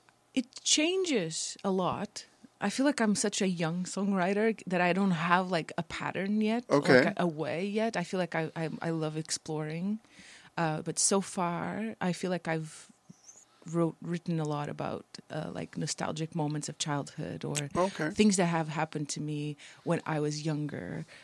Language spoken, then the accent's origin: English; Portugal; because I'm from Portugal, family and people flying from other places